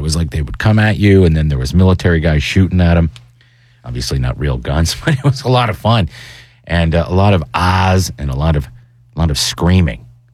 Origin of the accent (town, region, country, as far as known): Mansfield, Pennsylvania, United States; born there; moved away